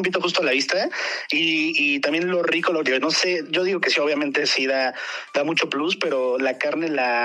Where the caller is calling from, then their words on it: Aguascalientes, Mexico; Del meritito Aguascalientes.